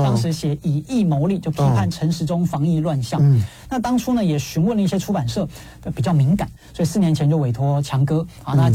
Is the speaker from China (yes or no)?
no; Taiwan; 我多认同中华民国是中国，也无损于我台湾人的认同。